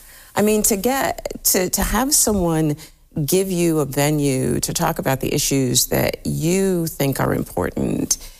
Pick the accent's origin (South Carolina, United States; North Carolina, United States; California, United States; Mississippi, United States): Mississippi, United States; Louisville; born there; I was born in a little town in Mississippi called Louisville, Mississippi. It's so small, in fact, that the streets.